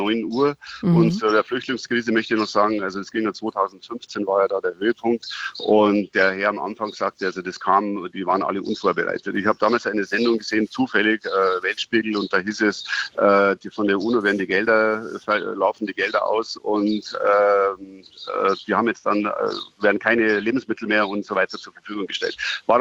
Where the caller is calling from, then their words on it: Passau, Bavaria, Germany; Ich rufe aus Passau